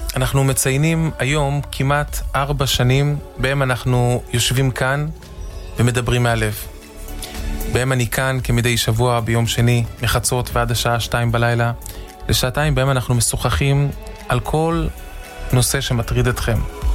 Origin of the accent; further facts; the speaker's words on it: Givatayim, Tel Aviv District, Israel; אני נולדתי בגבעתיים, רמת גן, גבול גבעתיים. הורים בעלי תשובה, אמא עלתה מאיטליה בגיל 28